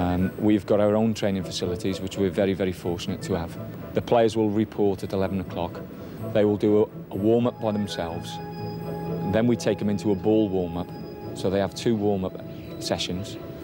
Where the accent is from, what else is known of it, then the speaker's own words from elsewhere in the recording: Newport, Wales, United Kingdom; I'm originally from South Wales. I was brought up in not far from the docks in Newport.